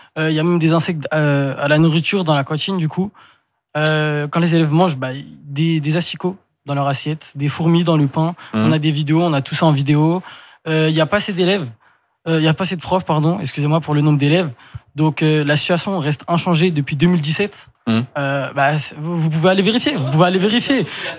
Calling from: Pantin, Île-de-France, France; je suis à Berthelot, à Pantin.

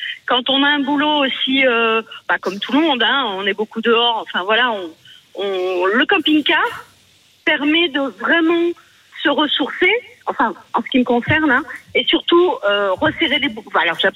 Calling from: Châteauneuf-du-Rhône, Auvergne-Rhône-Alpes, France; j'habite à Châteauneuf-du-Rhône, c'est à côté.

